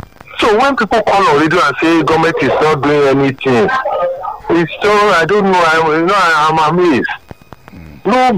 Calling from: Ogun, Nigeria; my location is at Ogun State.

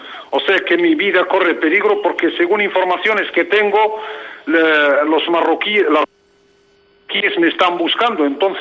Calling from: Laayoune, Western Sahara

